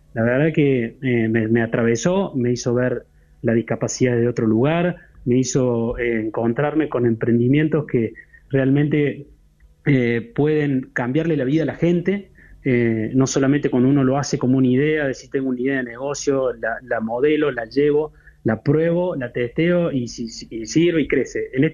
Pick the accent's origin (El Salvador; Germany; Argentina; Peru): Argentina; Jesús María, Córdoba; yo soy de Jesús María también, de toda la vida